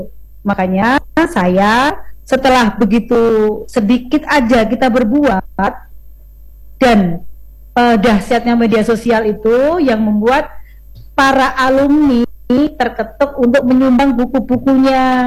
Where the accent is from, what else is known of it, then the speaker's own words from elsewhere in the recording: Muntok, Bangka Belitung Islands, Indonesia; Itu kan kita tahu bahwa daerah saya, Muntok itu kan agak pinggir tuh.